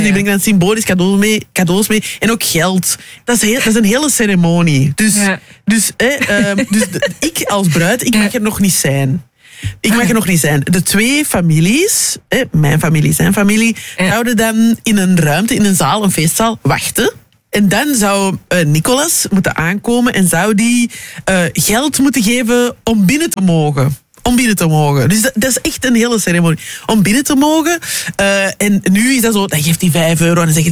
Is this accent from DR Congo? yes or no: yes; DR Congo; also born or lived in Belgium; Ja, ik ben een Congolees en Belgisch. Dus zo, als je Congolees bent, je kunt niet klein trouwen.